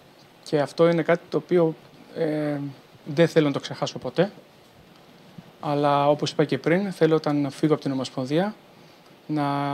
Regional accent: Patras, Western Greece, Greece; moved away; Εγώ στην Πάτρα μεγάλωσα. Την Πάτρα είμαι. Και δεν την ξεχνώ ποτέ και χαίρομαι που είμαι από εκεί.

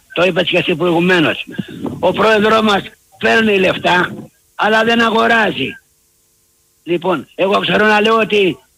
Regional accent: Pigada, Greece; Είμαι από την Πηγάδα, Πηγαδιώτης.

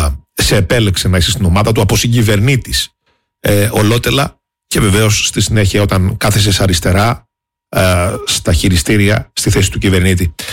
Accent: Crete, Greece; now in Heraklion, Greece; στα μέρη μας εκεί προς τη Σιτία και το Μεραμπέλο

